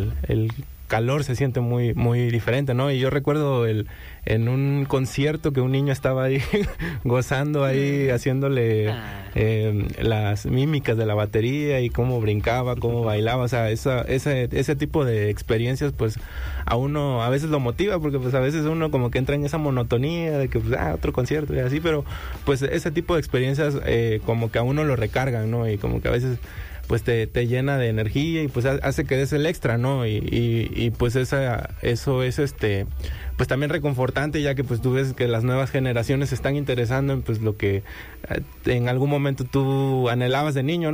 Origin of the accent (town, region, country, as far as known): Veracruz, Mexico